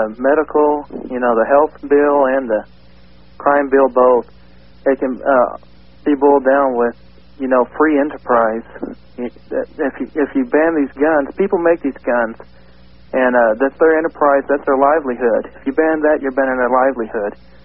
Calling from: Everett, Washington, United States; Everett, Washington.

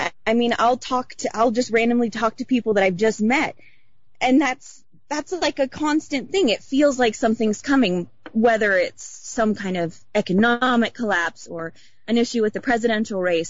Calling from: Spokane, Washington, United States; Calling from Spokane, Washington. Long-time caller.

